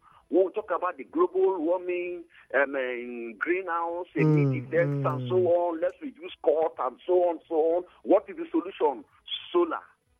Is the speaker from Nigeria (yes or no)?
yes; Bayelsa, Nigeria; I'm an German from Bayelsa State.